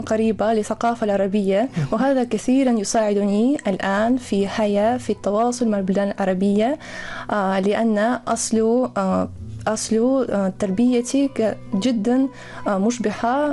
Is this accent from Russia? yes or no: yes; Russia; Arabic is a second language; أنا ترعرعت في العائلة المسلمية في قرية اسمها الأذان، وأعتقد أصله حتى أصم الاسم من لغة عربية، لأن فيها في هذه القرية في وسط روسيا حوالي 12 مسجد